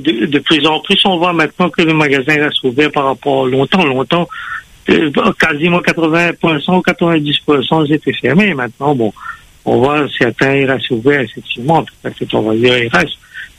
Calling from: Saint-Denis, Réunion; Je suis à Saint-Denis, centre-ville.

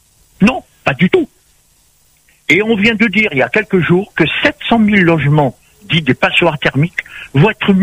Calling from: Antony, Île-de-France, France; J'habite à Antony.

